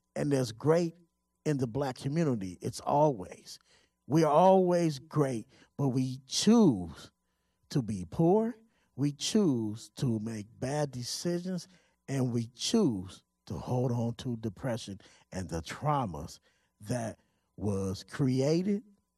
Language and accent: English; Pomona, California, United States; I have to give a shout out to the brother that was from my hometown of Pomona that went out in space.